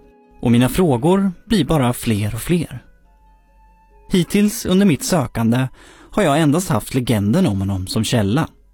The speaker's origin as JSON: {"language": "Swedish", "town": "Motala", "region": "Östergötland", "country": "Sweden", "tie": "born or raised there", "said": "som liten grabb under min uppväxt i Motala"}